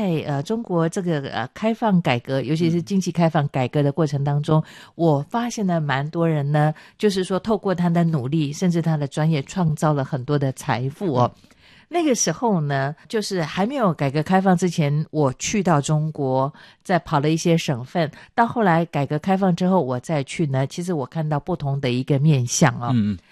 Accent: Taiwan; 像我在台湾长大嘛

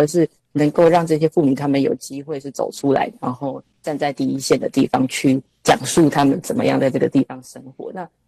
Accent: Taipei, Taiwan; moved away as an adult; now in Penghu, Taiwan; 因为我自己是台北长大的小孩嘛

